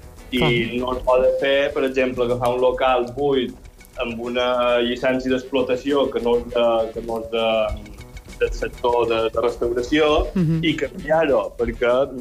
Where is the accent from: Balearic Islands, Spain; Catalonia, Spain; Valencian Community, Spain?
Balearic Islands, Spain; Montuïri; Així com jo som de Montuïri